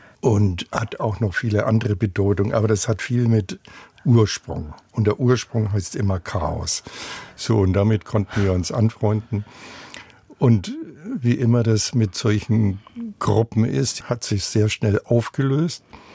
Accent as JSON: {"language": "German", "town": "Nuremberg", "region": "Bavaria", "country": "Germany", "accent": "Franconian", "moved": "yes", "lives_now": "Berlin, Germany", "said": "Ich komme ja aus Nürnberg, Franken also quasi, und die Franken verwechseln ja immer die Konsonanten D und T"}